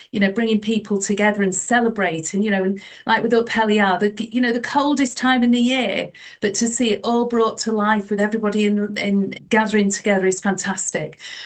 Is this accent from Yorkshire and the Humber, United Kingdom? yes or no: yes; Grimsby, Yorkshire and the Humber, United Kingdom; My hometown is Grimsby, you know, which is Grimm's town